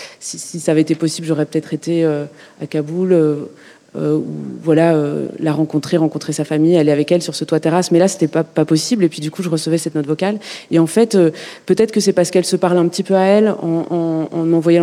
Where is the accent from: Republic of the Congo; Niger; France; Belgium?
Belgium; Brussels; Moi, je suis très privilégiée, je viens de pas très loin, je viens de Bruxelles, donc c'est 1h15 de train